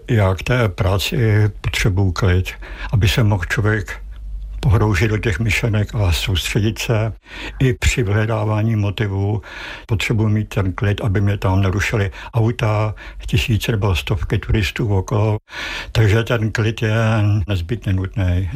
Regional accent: Prague, Czechia; born there; já jsem se narodil pod Vyšehradem, vždycky jsem byl hrdý na to, že jsem se narodil tam, kde skákal Šemík s Horymírem.

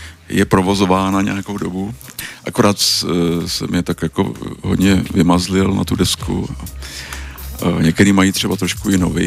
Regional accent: Plzeň, Plzeň Region, Czechia; Jako v Praze to moc patrné není, ale já jsem třeba z Plzně, tak tam jako najdeme nějaký jako lidový soubory.

